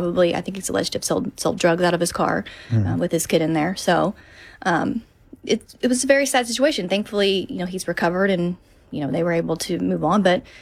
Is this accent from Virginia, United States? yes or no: no; Arkansas, United States; I grew up in Arkansas, so we're not surrounded by water.